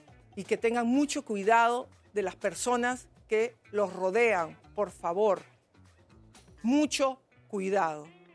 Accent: Peru; como madre, como hija, como peruana

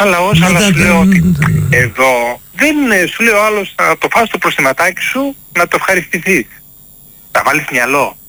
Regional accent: Greece; εγώ τους Έλληνες και τέτοιο, και το λαό μου, δηλαδή την πατρίδα μου, άμα μου έλεγες πάρε κόσμο από δυο, φτιάξε μια καινούργια πόλη και διάλεξε Έλληνες ή άλλο λαό. Θα προτιμούσα Έλληνες.

